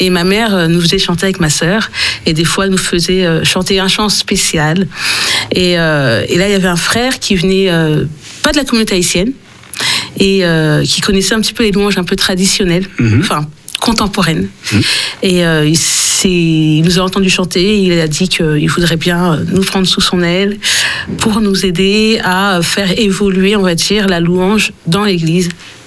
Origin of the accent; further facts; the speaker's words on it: Haiti; Alors, moi, je suis haïtienne, et donc j'ai grandi dans la communauté haïtienne